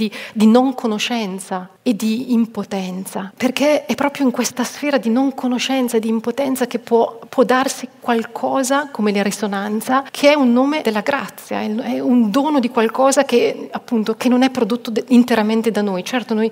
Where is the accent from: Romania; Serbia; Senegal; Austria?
Austria; Vienna; vengo da Vienna